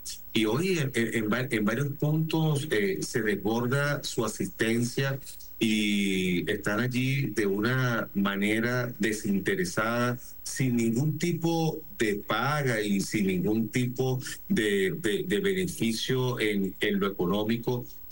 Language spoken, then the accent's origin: Spanish; Venezuela